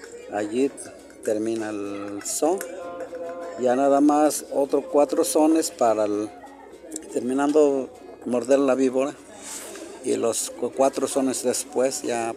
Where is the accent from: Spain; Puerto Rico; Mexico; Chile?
Mexico; San Martín; Entonces, soy de San Martín, yo acompaño aquí los danzantes aquí de Ignacio Allende, danzantes de Tuxtla y de San Martín.